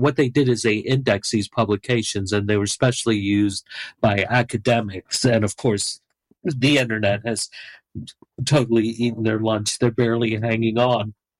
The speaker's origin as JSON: {"language": "English", "region": "Maryland", "country": "United States", "tie": "born or raised there", "said": "I grew up outside of Baltimore"}